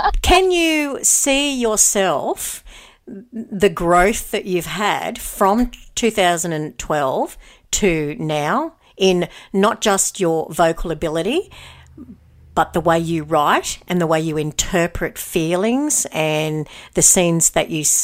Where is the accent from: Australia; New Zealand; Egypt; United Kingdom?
Australia; Tenterfield, New South Wales; moved away; when I go home, when I'm from Tenterfield, when I go home